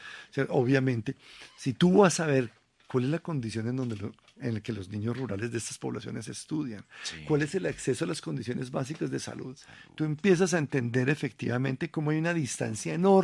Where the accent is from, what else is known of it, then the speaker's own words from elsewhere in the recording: Colombia; Si nosotros como colombianos entendemos e interiorizamos que llegará el momento en que tendremos que tributar para mantenerla.